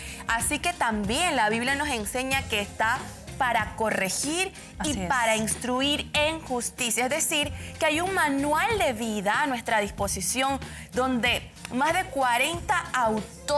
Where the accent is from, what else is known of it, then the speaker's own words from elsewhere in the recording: Panama City, Panamá, Panama; Panamá. De la ciudad. Se le da 8, orgullosamente, felizmente, de la capital.